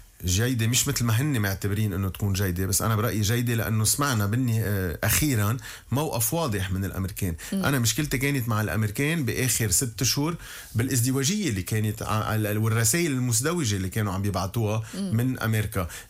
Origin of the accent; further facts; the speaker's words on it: Lebanon; ونحن كمان كلبنانيين سياديين